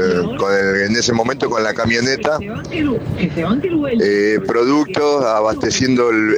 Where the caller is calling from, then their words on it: Quilmes, Buenos Aires Province, Argentina; camionero de Quilmes.